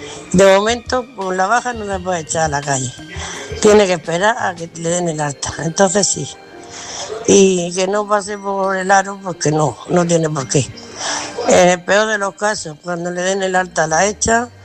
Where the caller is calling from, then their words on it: Murcia, Region of Murcia, Spain; de Murcia